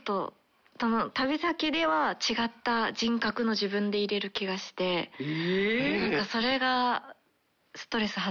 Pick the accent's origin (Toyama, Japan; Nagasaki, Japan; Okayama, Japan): Nagasaki, Japan; 私が長崎県出身で